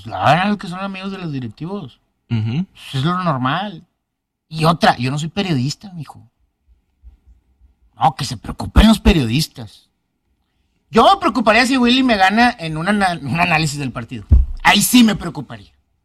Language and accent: Spanish; Mexico; No, nos estábamos muriendo nosotros como mexicanos.